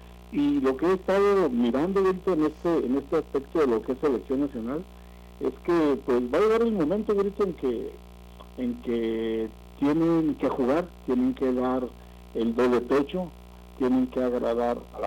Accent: Mexico; Nosotros en México nunca habíamos tenido un joven que debute en selección mexicana a los 17 años.

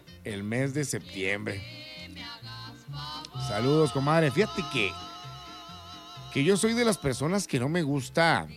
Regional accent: Sonora, Mexico; moved away as an adult; now in Nogales, Mexico; Yo la verdad en lo particular vengo de tierra caliente, del Valle del Mayo.

